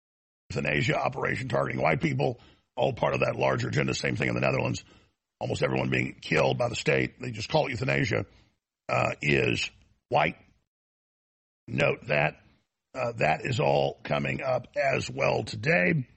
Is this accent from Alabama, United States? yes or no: no; Dallas, Texas, United States; And it's the same thing growing up in Dallas, because I grew up at the time the richest county in Texas, right outside Dallas, all of it